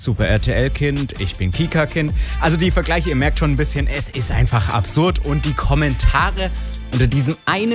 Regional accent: Austria; Also ich bin Österreicher

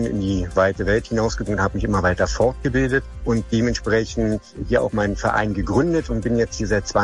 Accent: Bernau, Brandenburg, Germany; ich bin hier quasi aufgewachsen als Kind, habe hier meine ersten Erfahrungen gesammelt als Kung-Fu-Betreibender, bin dann in die weite Welt hinausgegangen

